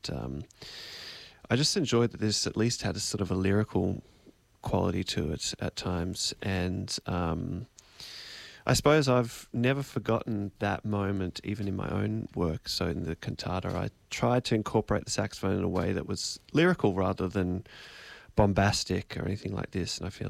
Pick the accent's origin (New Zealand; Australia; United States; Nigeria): Australia; Geelong, Victoria; back in my hometown.